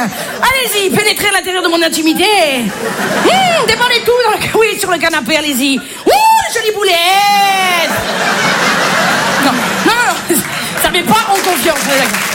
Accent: Marseille, Provence-Alpes-Côte d'Azur, France; accent: Marseille; Je m'y connais en accent, je suis marseillaise.

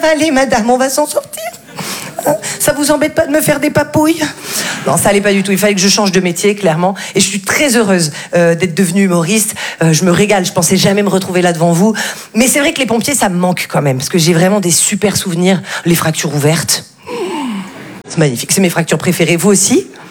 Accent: Val-de-Blore, Provence-Alpes-Côte d'Azur, France; Alors après, c'est vrai que là d'où je viens, c'était assez compliqué les trajets en ambulance, parce que moi je viens d'un tout petit village qui s'appelle Val-de-Blore.

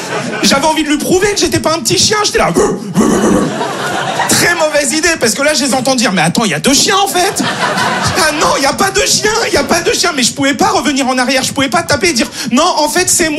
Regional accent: Lyon, Auvergne-Rhône-Alpes, France; Je dis non, je suis de Lyon.

